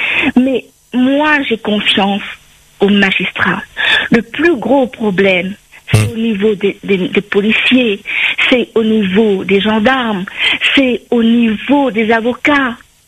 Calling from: France; moi je vis en France.

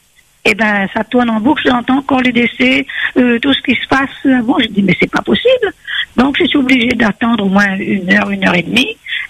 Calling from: Nantes, Pays de la Loire, France; je vous appelle de Nantes.

